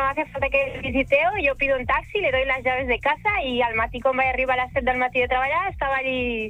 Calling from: Reus, Catalonia, Spain

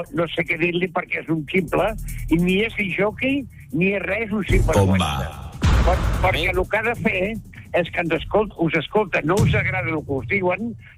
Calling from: Mataró, Catalonia, Spain; de Mataró.

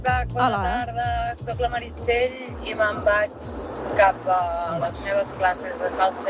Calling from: Catalonia, Spain; sóc catalana

